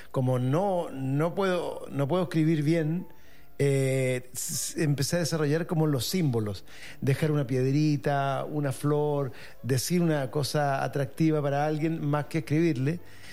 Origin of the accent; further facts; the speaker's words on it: Santiago, Santiago Metropolitan Region, Chile; yo nací en Santiago, veníamos conversando recién, que he estado siempre viviendo en el mismo lugar, en la misma comuna durante toda mi vida. Ya. Yo soy ñuñoíno, soy de Ñuñoa. Estudié en Ñuñoa